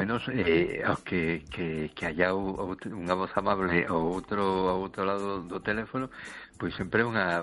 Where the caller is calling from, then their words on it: A Coruña, Galicia, Spain; Hola, buenas noches. … de Coruña.